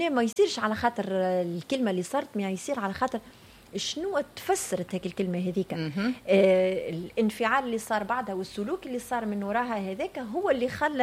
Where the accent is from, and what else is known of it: Tunisia